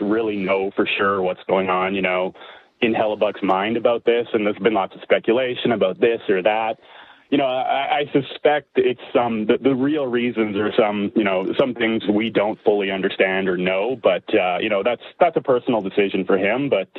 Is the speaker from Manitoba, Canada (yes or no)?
yes; Winnipeg, Manitoba, Canada; now in Calgary, Canada; I was born and raised in Winnipeg. I live in Calgary now, but I followed the Jets ever since